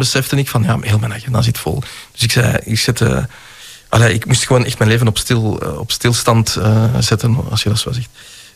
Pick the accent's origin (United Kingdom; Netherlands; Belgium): Belgium; Zaventem, Flanders; ik ben eigenlijk terug gaan wandelen in Ossegem, in Zaventem, waar ik vandaan kom, naar de plekken waar ik als kind en als jong volwassene ben geweest.